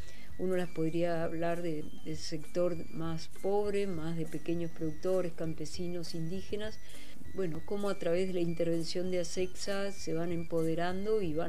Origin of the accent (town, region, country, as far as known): Argentina